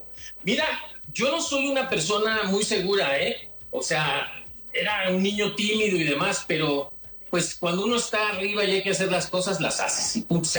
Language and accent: Spanish; Poza Rica, Veracruz, Mexico; born there; Yo empecé pues en la escuela, porque yo nací en Poza Rica, Veracruz.